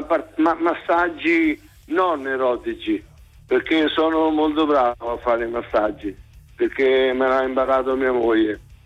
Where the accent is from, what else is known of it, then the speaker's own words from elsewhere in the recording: Macerata, Marche, Italy; Io infatti dico a tutti che sono di Civitanova Marche, perché Macerata proprio tende a esaltare il dialetto maceratese.